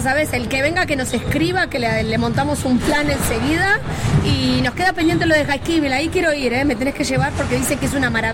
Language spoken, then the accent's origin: Spanish; Argentina; now in San Sebastián, Spain; hay argentinos por toda Europa, por todo el mundo, y lo que tenemos los argentinos que nos une la bandera, ¿no?